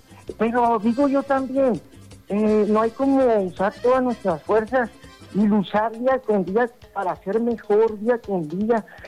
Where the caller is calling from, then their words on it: Mexico; No, nosotros somos mexicanos y decimos, yo soy mexicano y así es.